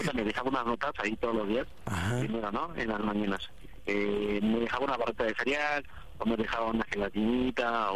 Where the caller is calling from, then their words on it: Naucalpan, State of Mexico, Mexico; Estamos aquí en Naucalpan y tengo 37.